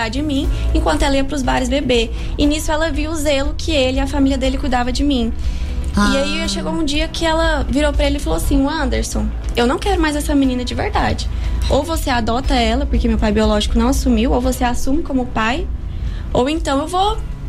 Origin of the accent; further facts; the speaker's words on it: Santa Catarina, Brazil; born there; moved away; Eu sou do Sul, Santa Catarina.